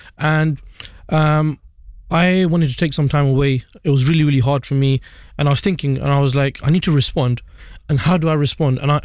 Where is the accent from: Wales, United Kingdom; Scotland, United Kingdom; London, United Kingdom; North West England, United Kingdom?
London, United Kingdom; what I've done as a Londoner